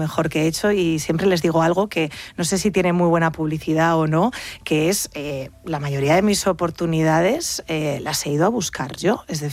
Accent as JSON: {"language": "Spanish", "town": "León", "region": "Castile and León", "country": "Spain", "tie": "born there"}